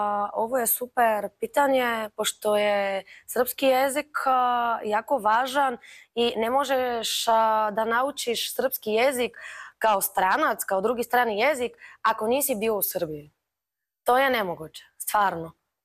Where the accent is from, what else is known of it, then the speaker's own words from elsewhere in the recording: Sofia, Sofia City, Bulgaria; Serbian is a second language; Zdravo svima, ja dolazim iz Bugarske, iz Sofija grada … studiram srpski i hrvatski jezik već 5 godina.